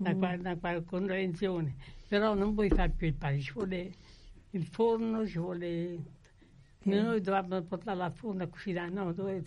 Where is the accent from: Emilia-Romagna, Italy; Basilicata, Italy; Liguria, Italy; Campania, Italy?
Campania, Italy; San Giorgio la Molara; moved away as an adult; now in Adelaide, Australia; Vengo da San Giorgio alla Molara, provincia di Benevento.